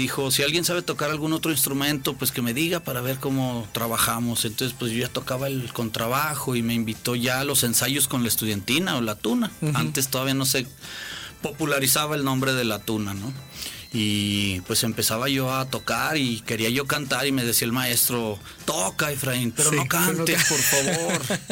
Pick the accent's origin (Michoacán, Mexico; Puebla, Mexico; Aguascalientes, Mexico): Aguascalientes, Mexico; yo soy nacido aquí en Aguascalientes, familia tradicional, de las de hace muchos años que llegaron de los Altos de Jalisco.